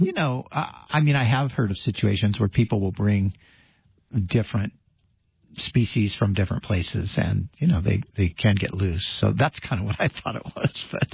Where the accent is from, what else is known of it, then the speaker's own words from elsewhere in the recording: California, United States; And I said, well, I'm from California where we have rattlesnakes as pets, so I'm not really worried about it.